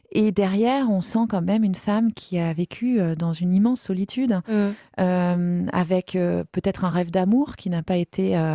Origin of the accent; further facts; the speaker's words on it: Aix-en-Provence, Provence-Alpes-Côte d'Azur, France; Donc je suis provençale, je suis aixoise, ma famille est très marseillaise dans ses racines.